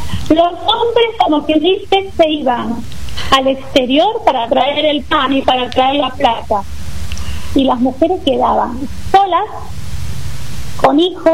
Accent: Galicia, Spain; born there; moved away; O sea, soy nacida en Galicia, soy nacida. Yo antes de ser española soy gallega.

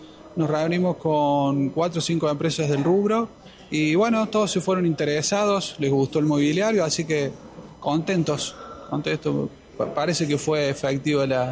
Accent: Córdoba, Argentina; vine con mi padre, somos de Córdoba

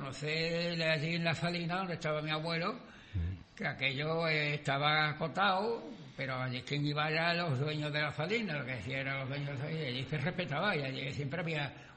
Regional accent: Sanlúcar de Barrameda, Andalusia, Spain; Nosotros, la gente de Sanlúcar de Barrameda, los cotos de fuera no lo admiten. No admiten. Y yo soy de Sanlúcar, pero tengo que decir.

